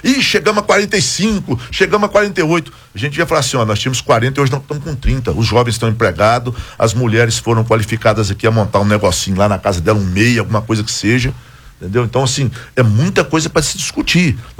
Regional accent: Edéia, Goiás, Brazil; a Universidade Estadual de Goiás, lá da minha cidade, do Principado de Edéia, da minha mulher, foi fechada.

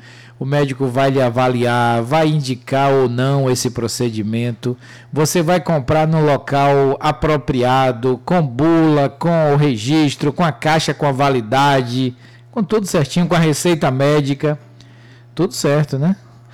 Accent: Maragogipe, Bahia, Brazil; povo abençoado de Maragogipe, minha terrinha linda.

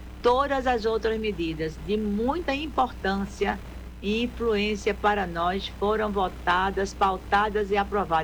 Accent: Pernambuco, Brazil

